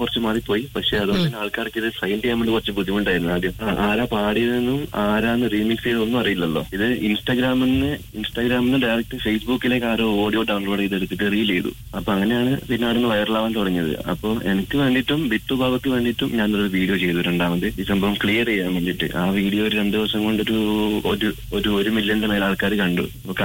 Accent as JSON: {"language": "Malayalam", "town": "Thirikkulam", "region": "Kerala", "country": "India", "tie": "born or raised there", "said": "അതെ അതെ, നാട്ടില് ഞാൻ കാസർഗോഡ് ജില്ലയാണ്. തിരിക്കുളം എന്ന് പറയുന്ന ഗ്രാമം നീലേശ്വരത്തിന്റെ എല്ലാം അടുത്തായിട്ട് വരും."}